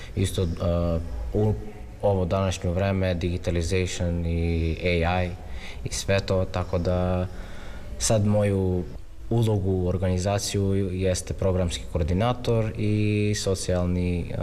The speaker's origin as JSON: {"language": "Serbian", "country": "North Macedonia", "said": "Pa kod nas u Makedoniju ima posebnu stipendiju koje dobijaju romske studente i romske učenike u srednju i u fakultetu."}